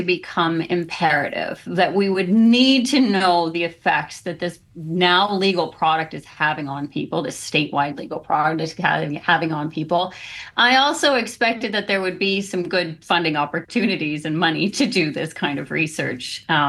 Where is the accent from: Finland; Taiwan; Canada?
Canada; moved away as an adult; now in Washington, United States; I'm Canadian originally